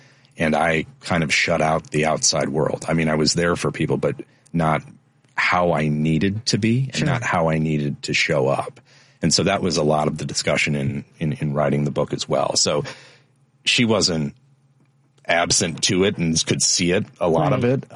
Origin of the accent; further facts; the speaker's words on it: St. Louis, Missouri, United States; St. Louis.